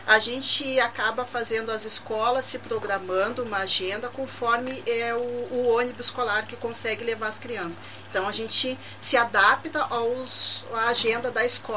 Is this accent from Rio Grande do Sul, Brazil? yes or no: yes; Pelotas, Rio Grande do Sul, Brazil; Eu, como pelotense, mulher negra